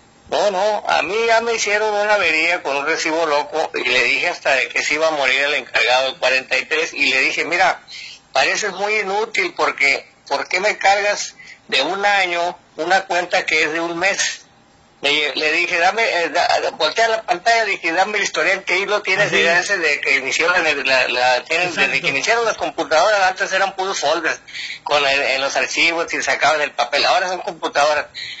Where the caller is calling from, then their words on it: Mexico; como somos los mexicanos